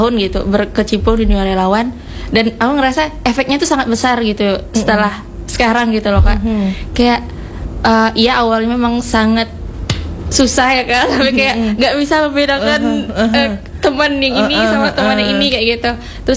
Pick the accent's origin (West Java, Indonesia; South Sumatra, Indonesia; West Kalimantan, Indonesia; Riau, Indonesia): West Kalimantan, Indonesia; Pontianak; Karena kalau kita ya kak, kalau kita itu orang Pontianak lah, kayak bisa kalau saya kan hidupnya lama di sini ya kak.